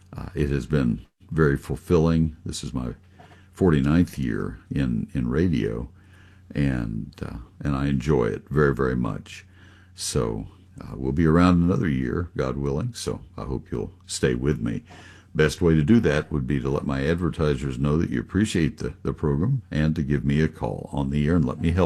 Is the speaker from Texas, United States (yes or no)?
yes; College Station, Texas, United States; also born or lived in Ohio; I grew up in College Station.